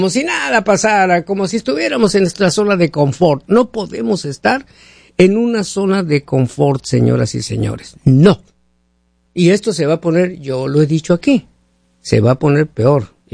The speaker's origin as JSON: {"language": "Spanish", "country": "Mexico", "said": "claro que no, soy mexicano, ¿eh?"}